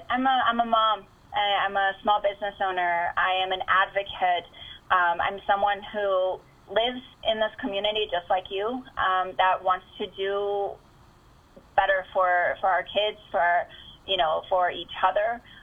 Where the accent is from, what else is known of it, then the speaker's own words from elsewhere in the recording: Albuquerque, New Mexico, United States; born there; moved away; I actually didn't grow up completely here. I was born in Albuquerque, and I was born into a place that's commonly referred to as the war zone.